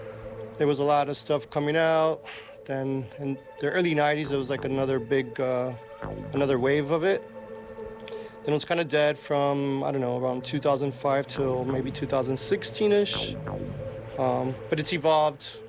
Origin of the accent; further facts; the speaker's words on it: Miami, Florida, United States; Growing up in Miami, early 80s, listening to all this weird spacey robotic music